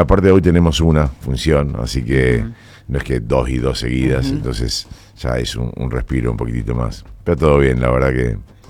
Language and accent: Spanish; Rosario, Santa Fe, Argentina; soy del interior, con mucho orgullo, soy santafesino, rosarino.